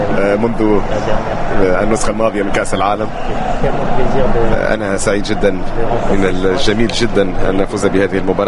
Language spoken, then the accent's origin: Arabic; Morocco; ونحن محظوظون بتواجد ياسين بونو في حياتنا كمغاربة